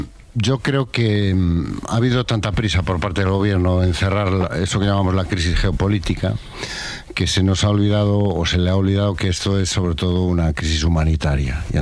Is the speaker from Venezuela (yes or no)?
no; Spain; O sea, eso es España hoy. Eso somos los españoles.